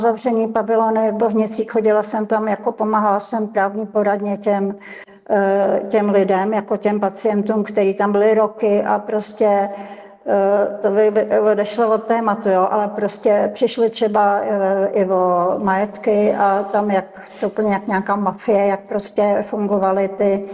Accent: Prague, Czechia; moved away as an adult; now in Tábor, Czech Republic; já jsem původně z Prahy

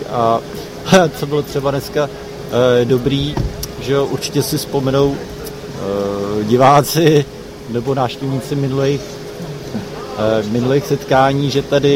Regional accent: Prague, Czechia; Já jsem z Prahy.

